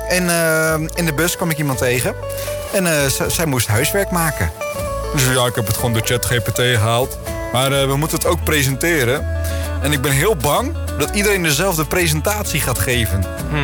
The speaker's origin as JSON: {"language": "Dutch", "town": "Papendrecht", "region": "South Holland", "country": "Netherlands", "said": "omdat ik uit Papendrecht kom."}